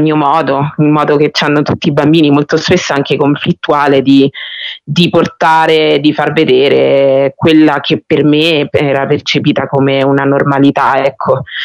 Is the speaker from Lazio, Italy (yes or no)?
yes; Magliano Sabina, Lazio, Italy; moved away as an adult; also born or lived in Narni, Umbria; sono nata a Narni, in Umbria, in provincia di Terni, e poi in realtà ho vissuto per buona parte della mia vita fino a 19 anni in un piccolo paesino di provincia, Magliano Sabina.